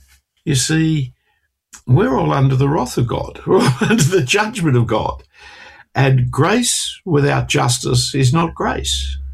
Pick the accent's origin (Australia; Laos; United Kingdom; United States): Australia; Well, being an Australian in Australia, we've got to preach grace